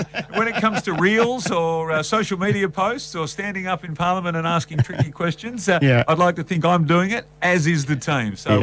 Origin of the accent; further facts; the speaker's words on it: Perth, Western Australia, Australia; I caught them as a young man growing up in Florian, and they still go past where I live.